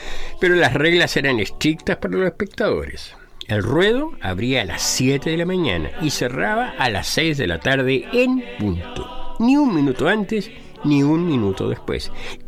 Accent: Chile; por mi acento los parroquianos descubrieron que yo no era irlandés. Me preguntaron quiénes éramos y les dije, chilenos.

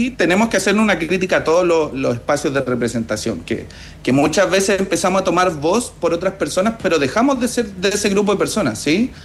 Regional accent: Santiago, Santiago Metropolitan Region, Chile

